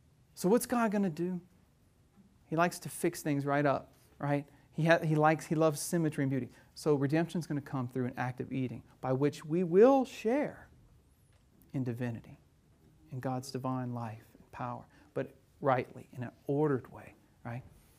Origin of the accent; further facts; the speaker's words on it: Louisiana, United States; I grew up in South Louisiana, and lots of people have fig trees in their backyard.